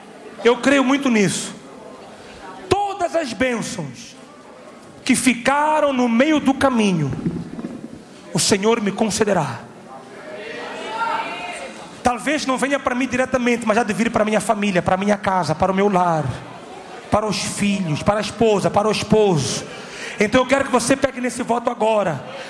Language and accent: Portuguese; Mozambique; moved away; Eu estava na minha terra, Moçambique.